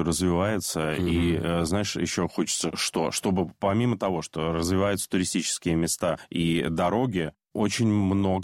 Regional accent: Novy Urengoy, Yamalo-Nenets Autonomous Okrug, Russia; Слушай, я вырос в Ямало-Ненецком автономном округе, в городе Новый Уренгой

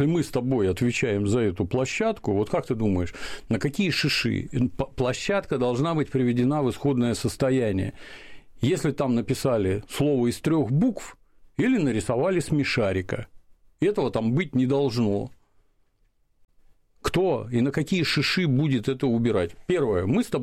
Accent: Saint Petersburg, Russia; А мне кажется, вы гадите в моем родном городе.

